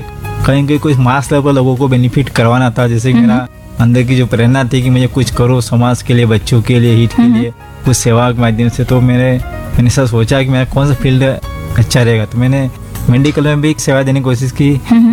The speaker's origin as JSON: {"language": "Hindi", "town": "Anandpuri", "region": "Rajasthan", "country": "India", "tie": "born or raised there", "said": "मैं गाँव का रहने वाला हूँ आनंदपुरी का, और मैंने 6ठी से 8ठी तक जो कक्षा है वो मिडिल स्कूल में गांव में आनपुरी पढ़ा हूँ मैं, और 9वीं से 12वीं तक मैं डूंगरपुर राजकीय मारो स्कूल में पढ़ा हुआ हूँ।"}